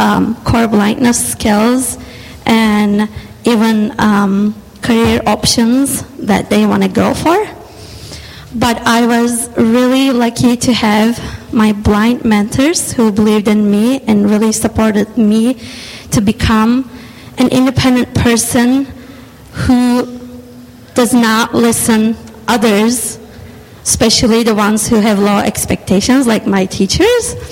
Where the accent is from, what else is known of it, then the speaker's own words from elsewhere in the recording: Turkey; moved away as an adult; now in Arizona, United States; I am originally from Turkey